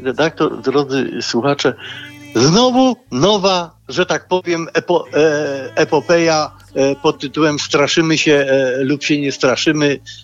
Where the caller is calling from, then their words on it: Kraków, Lesser Poland, Poland; ja dzwonię z Krakowa.